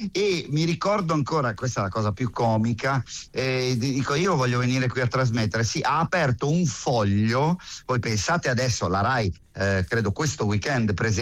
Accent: Metanopoli, Lombardy, Italy; E allora lì a Metanopoli, perché io vengo da Metanopoli, sono un figlio del proprio del cane a sei zampe.

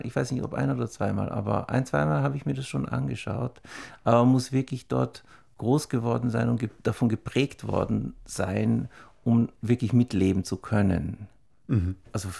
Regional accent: St. Pölten, Lower Austria, Austria; born there; An der Musikschule St. Pölten, das ist auch meine Geburtsstadt. Das war auch meine frühe Ausbildung hat dort stattgefunden.

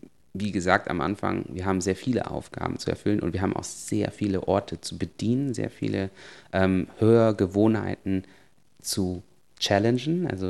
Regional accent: Germany; born there; Also ich selber, ja, ich bin geboren in Deutschland von einem sogenannten bio-weißen deutschen Vater und einer koreanischen Mutter.

